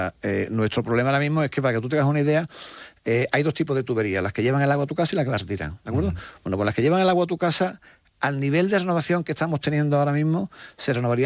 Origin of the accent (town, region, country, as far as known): Spain